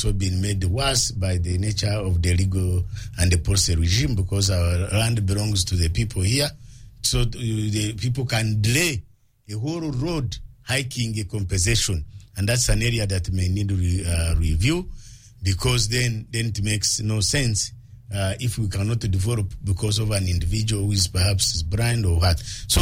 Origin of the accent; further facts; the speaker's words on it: Mbarara, Western Region, Uganda; now in Kampala, Uganda; I come from Barara. I think I should be able to come from Barara and work here in Kampala, and in at 5 go home, I go to Barara and come back.